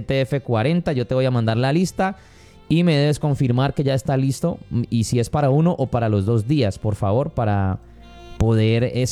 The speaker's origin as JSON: {"language": "Spanish", "town": "Cali", "region": "Valle del Cauca", "country": "Colombia", "said": "los caleños los martes con mucha fe asistimos muchas veces"}